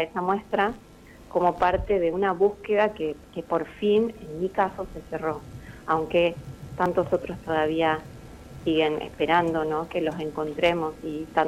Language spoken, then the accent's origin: Spanish; Córdoba, Argentina; born there; Luego de ese periodo pequeño que estuve en Concordia, mi papá con mi mamá y mi hermano, que tenía un año de vida, se fueron a vivir a Córdoba, ahí nací yo, por eso yo soy cordobesa de nacimiento